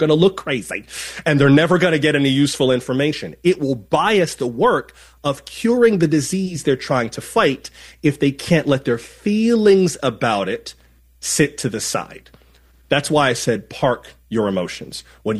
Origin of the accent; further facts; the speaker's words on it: Florida, United States; I grew up in South Florida, so I know from this.